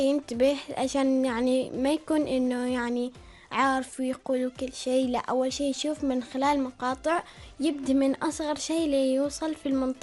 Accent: Nizwa, Ad Dakhiliyah, Oman

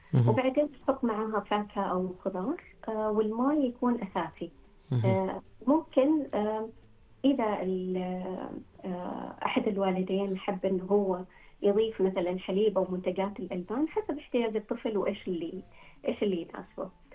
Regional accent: Oman; احنا العمانيين

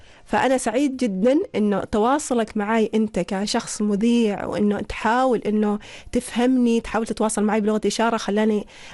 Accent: Oman; نحن كعمانيين

